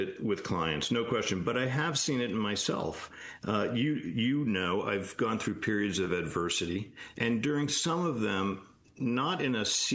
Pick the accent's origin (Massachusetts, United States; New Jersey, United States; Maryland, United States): Massachusetts, United States; Newburyport; Happens to be my hometown, Newburyport, Mass.